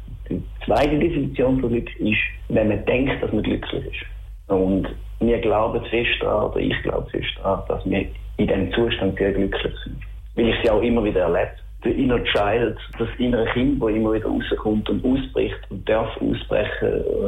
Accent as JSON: {"language": "German", "region": "Schaffhausen", "country": "Switzerland", "accent": "Schaffhausen dialect", "said": "Ja, lass mal mein Dialekt. Das ist immer noch Schaffhausen. Ich wohne seit 30 Jahren in Schaffhausen"}